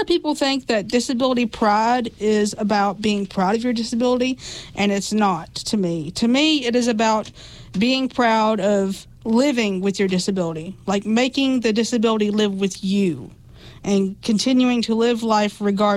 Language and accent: English; Virginia, United States; also born or lived in Tennessee; So I am from Southwest Virginia. I was born in Tennessee, but I've lived in Southwest Virginia my whole life, and I attended Marion Senior High School.